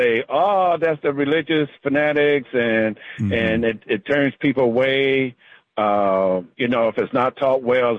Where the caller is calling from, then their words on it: Brandywine, United States; I'm just calling from Brandywine.